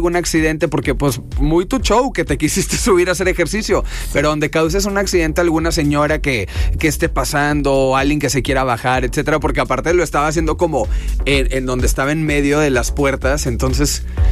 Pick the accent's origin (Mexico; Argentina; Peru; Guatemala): Mexico; como somos los mexicanos